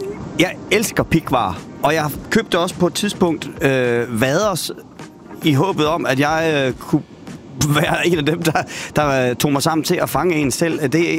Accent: Blåvand, Region of Southern Denmark, Denmark; Altså nu, Blåvand er jo min hjemstavn

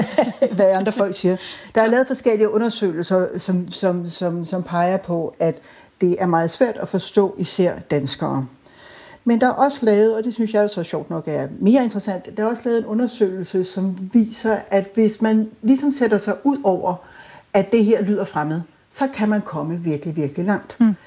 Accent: Albertslund, Capital Region of Denmark, Denmark; voksede op i den del af Danmark, hvor man, hvis man havde en ordentlig antenne, kunne høre svensk. Jeg er fra Albertslund

